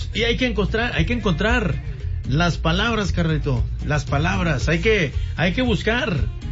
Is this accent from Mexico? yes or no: yes; Mexico; Primero, como dice, como buen mexicano, hay que sacar el jalecito, como buen mexicano, primero la familia